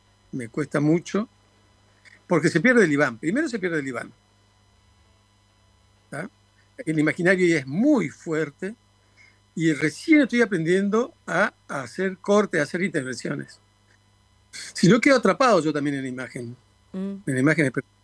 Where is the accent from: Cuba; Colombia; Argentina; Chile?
Argentina; Paso de los Libres, Corrientes; born there; como yo nací en Paseo de los Libres, yo entiendo bastante el portugués. Sobre todo el portugués hablado.